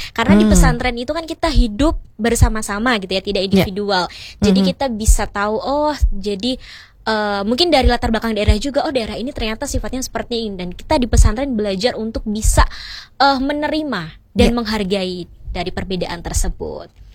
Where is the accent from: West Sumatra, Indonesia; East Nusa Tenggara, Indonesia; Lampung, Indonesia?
Lampung, Indonesia; Pasir Sakti; now in Yogyakarta, Indonesia; Ya, tepatnya ada di Lampung Timur, Kecamatan Pasir Sakti.